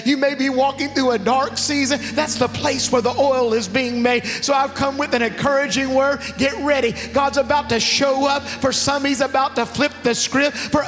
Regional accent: Dallas, Texas, United States; moved away; I'm from Dallas

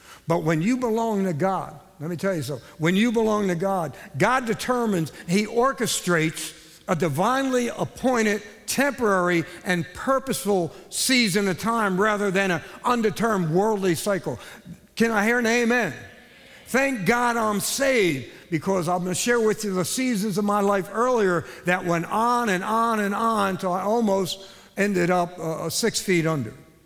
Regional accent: Gettysburg, Pennsylvania, United States; now in Louisiana, United States; I'm a Yankee. I'm a Civil War actor from Gettysburg, PA. I'm a Yankee, okay? I'm from Pennsylvania.

